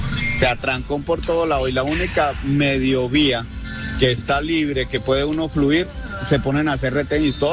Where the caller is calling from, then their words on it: Acacías, Meta, Colombia; los que venimos de Acacías